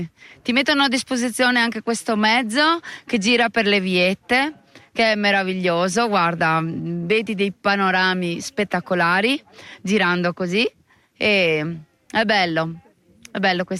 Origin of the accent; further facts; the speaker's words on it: San Zenone degli Ezzelini, Veneto, Italy; San Zenone degli Ezzellini, che è in provincia di Treviso, e sono stata qui anche l'anno scorso e sono qua.